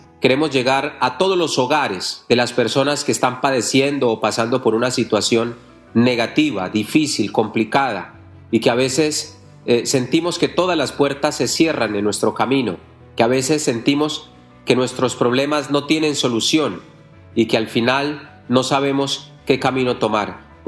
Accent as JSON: {"language": "Spanish", "town": "Catemaco", "region": "Veracruz", "country": "Mexico"}